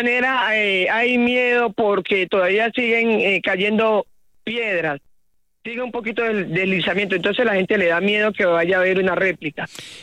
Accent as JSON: {"language": "Spanish", "town": "Buenaventura", "region": "Valle del Cauca", "country": "Colombia", "said": "soy de Buenaventura"}